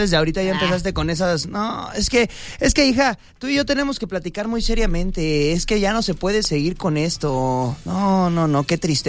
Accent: Mexico; esa mujer no me representa como mexicano.

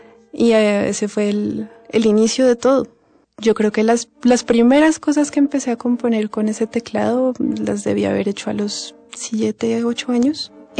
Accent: Bogotá, Colombia; born there; Yo nací en Bogotá, que es la capital de Colombia, en una familia con un padre melómano que tenía una colección de discos bastante grande.

